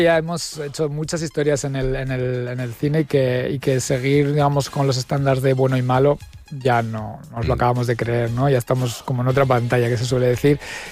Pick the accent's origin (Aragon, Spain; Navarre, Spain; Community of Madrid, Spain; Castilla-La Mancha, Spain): Navarre, Spain; Soy navarro, claro, claro.